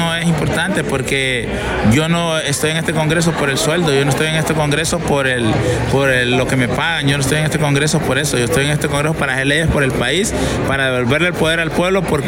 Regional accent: Orocuina, Choluteca, Honduras; que voy a mi pueblo, yo voy a Orocuina, yo voy allá a Morolica

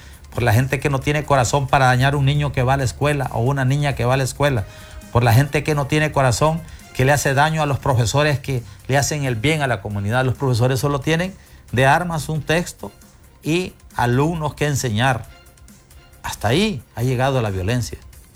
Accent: Honduras; Nosotros como sociedad, como hondureños

